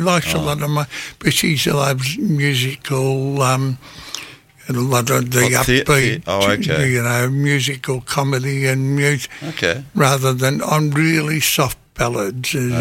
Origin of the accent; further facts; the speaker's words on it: Melbourne, Victoria, Australia; I grew up in West Heidelberg